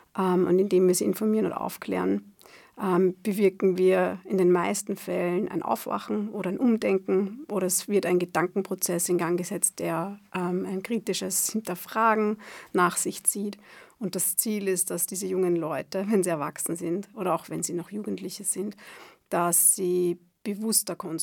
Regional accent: Austria; dass Menschenhandel in Form der sexuellen Ausbeutung bei uns in Österreich an erster Stelle ist.

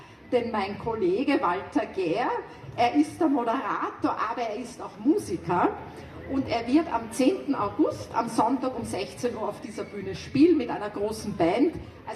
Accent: Vienna, Austria; Als Wienerin kenne ich ja dieses Festival schon sehr gut.

